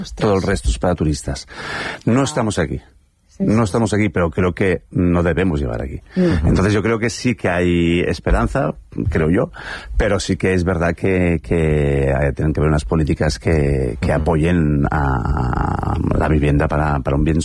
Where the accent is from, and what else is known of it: Valencian Community, Spain